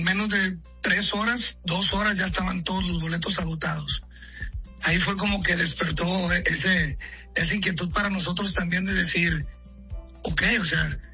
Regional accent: Mexico; hay mucha gente que ha hecho música y que obviamente como mexicanos conocemos su trayectoria y su legado en la música

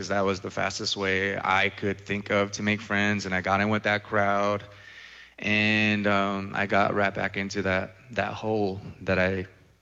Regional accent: Albuquerque, New Mexico, United States; They found out that I was from Albuquerque, but I'm full-blown Zuni.

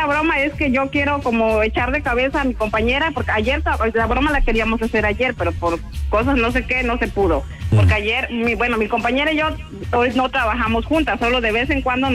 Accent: Chiapas, Mexico; now in United States; Yo soy originaria de Chiapas.

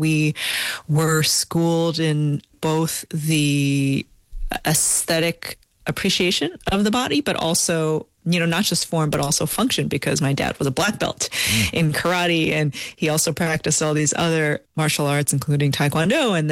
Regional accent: Long Island, New York, United States; And we grew up, my brother and I grew up on Long Island in New York, and we were immersed in water and swimming since a very young age

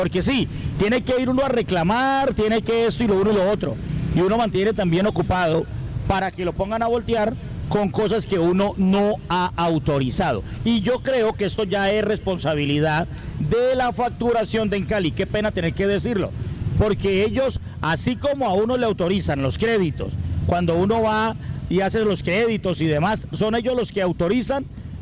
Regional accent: Cali, Valle del Cauca, Colombia; como caleño y como usuario también hago mi reclamación.

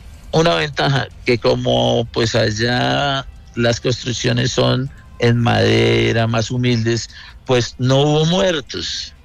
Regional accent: Santander, Colombia; estoy en la tierra que amo. Yo soy santandereano.

